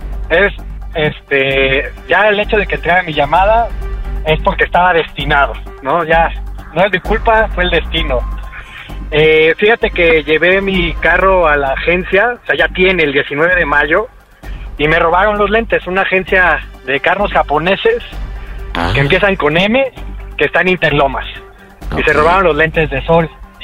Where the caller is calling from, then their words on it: Mexico City, Mexico; De la Ciudad de México.